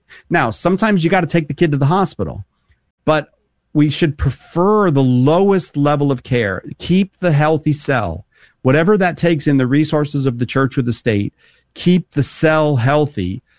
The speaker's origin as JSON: {"language": "English", "town": "Boston", "region": "Massachusetts", "country": "United States", "said": "as an Irish Catholic, Boston Irish Catholic family"}